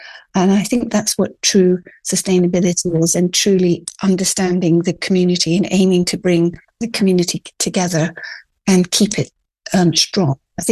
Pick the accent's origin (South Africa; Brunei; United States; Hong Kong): Hong Kong; And I grew up in Hong Kong, which was a colony, and I think was probably more British.